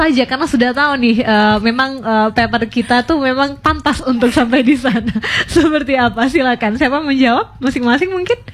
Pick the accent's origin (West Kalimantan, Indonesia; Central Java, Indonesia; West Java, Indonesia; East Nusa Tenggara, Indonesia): East Nusa Tenggara, Indonesia; Sumba; Kita orang Sumba turut bangga ya dengan kalian, dan terima kasih sekali sudah membawa nama Sumba wangi nih di nama internasional